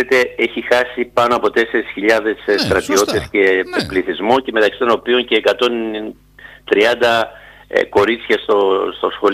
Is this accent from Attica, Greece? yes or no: no; Tholopotami, North Aegean, Greece; born there; moved away; Είμαι στην πατρίδα μου στοιχείως. Το χωριό μου λέγεται Θολό Ποτάμι. Καρσί είναι ο Τσεσμές και στο βάθος η Σμύρνη.